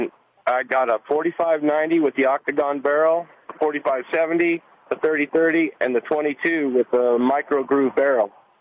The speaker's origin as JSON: {"language": "English", "town": "Dubois", "region": "Wyoming", "country": "United States", "tie": "born or raised there", "said": "I grew up in Du Bois, Wyoming"}